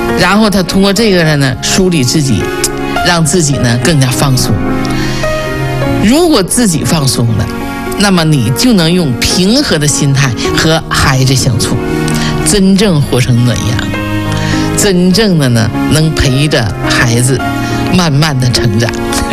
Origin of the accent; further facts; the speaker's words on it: Jinzhou, Liaoning, China; 我们锦州是笔架山，